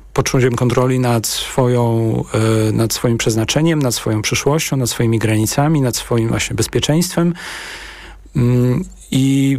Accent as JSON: {"language": "Polish", "country": "United Kingdom", "second_language": "Polish", "said": "że tracę kontrolę jako Brytyjczyk, brytyjski obywatel"}